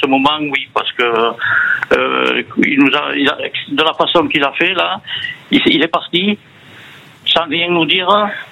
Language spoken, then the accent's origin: French; Le Porge, Nouvelle-Aquitaine, France; born there; Je suis né au Porge.